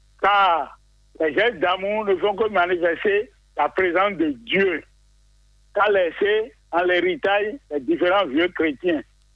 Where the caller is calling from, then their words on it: Benin; depuis Saviedem.